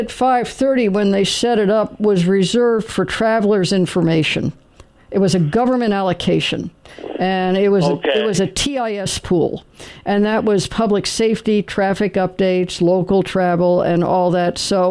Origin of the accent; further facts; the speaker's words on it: Los Angeles, California, United States; moved away; I'm originally from Los Angeles